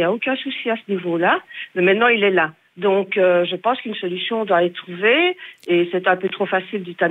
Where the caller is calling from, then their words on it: Belgium; Ici chez nous en Belgique